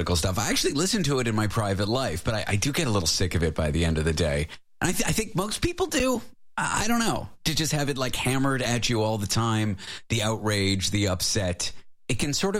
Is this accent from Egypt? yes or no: no; Canada; now in United States; The show airs in Canada. I'm Canadian.